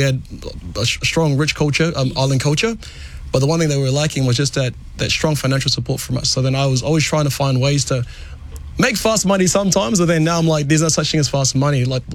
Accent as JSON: {"language": "English", "town": "South Auckland", "region": "Auckland", "country": "New Zealand", "said": "Like I'm from South Auckland, and I built this for my garage, and I was really scared to say that in the past because I thought that quality can't come from South Auckland."}